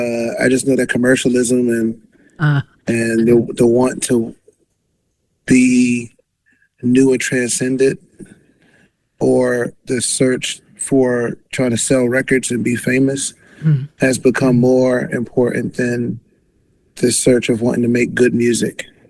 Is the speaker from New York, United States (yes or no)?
yes; New York, United States; Growing up in New York